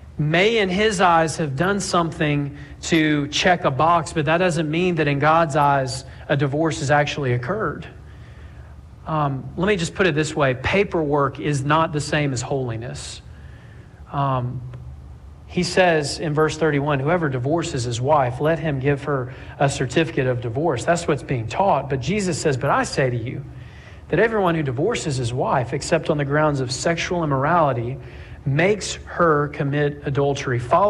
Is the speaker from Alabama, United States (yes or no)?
yes; Montgomery, Alabama, United States; I am from Montgomery, Alabama, and had a front row seat to real life heroes.